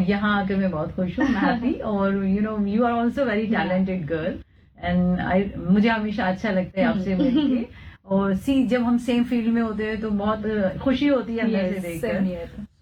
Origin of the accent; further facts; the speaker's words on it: Delhi, India; moved away as an adult; now in Mumbai, India; I got married and I shifted to Mumbai. मैं दिल्ली से हूँ, दिल्ली से फिर मैं इधर आई।